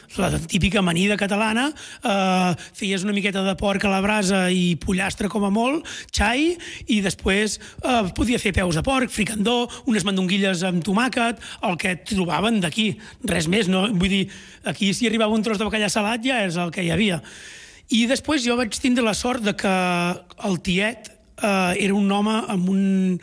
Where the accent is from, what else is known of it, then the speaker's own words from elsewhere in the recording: Mura, Catalonia, Spain; soc de Mura, no? Jo, si anava al col·le a Terrassa, però jo sóc de Mura